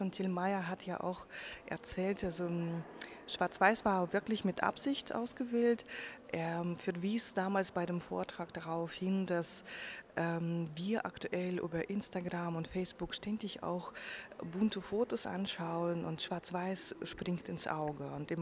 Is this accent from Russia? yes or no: yes; Russia; now in Germany; ich komme ja aus Russland